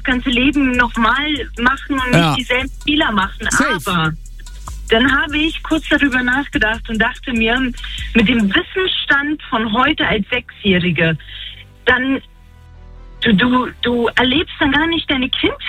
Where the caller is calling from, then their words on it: Croatia; Aus Kroatien.